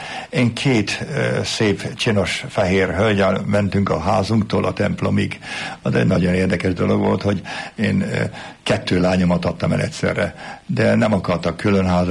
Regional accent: Budapest, Hungary; moved away; also born or lived in Bavaria; Itt születtem Budapesten, és Békásmegyerre laktam, mint gyerek.

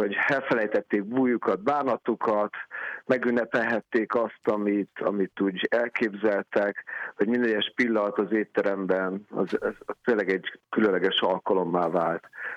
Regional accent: Budapest, Hungary; de Móricz Zsigmond körtér mellett nőttem fel, és ott a Gellért szállodában nagyon sok izgalmas autót láttam

